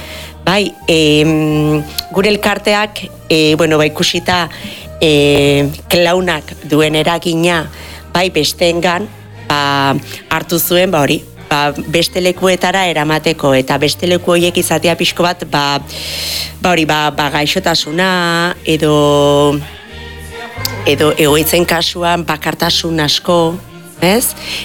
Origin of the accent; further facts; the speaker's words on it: Errenteria, Basque Country, Spain; Ba, ni horretakoa, errenteikoa naz. Eta nire herrian, bazeoen talde bat